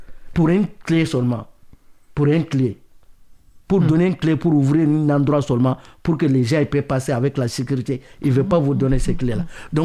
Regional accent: Mali; Lui, il est montagnais, lui, il est sénégalais, moi, je suis malien.

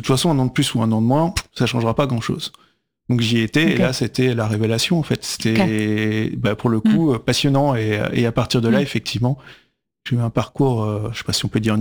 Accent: Paris, Île-de-France, France; Ouais, c'était à Paris. Alors moi, je suis parisien. Hein, je suis parisien. C'était plutôt voilà, dans les beaux quartiers.

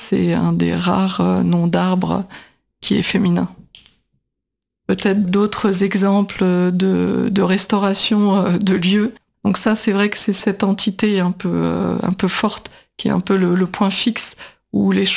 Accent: Paris, Île-de-France, France; j'étais parisienne, qui arrivait en région

